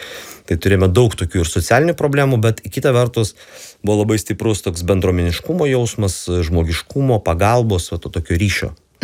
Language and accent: Lithuanian; Vilnius, Vilnius County, Lithuania; aš dar esu čia vietinis, aš iš Donelaičio gatvės esu, tai man apskritai Vingio parką ar ten per pamokas, ar šiaip iš namų išeitin, tai yra kaip į kiemą.